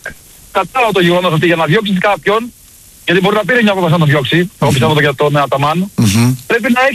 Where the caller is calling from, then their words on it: Peristeri, Attica, Greece; Εγώ είμαι από το Περιστέρι, Ολυμπιακός.